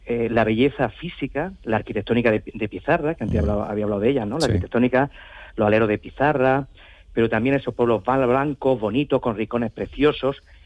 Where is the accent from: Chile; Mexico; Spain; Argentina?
Spain; Senés, Andalusia; mi pueblo es lo que dice su eslogan, es que Senés sí. enamora.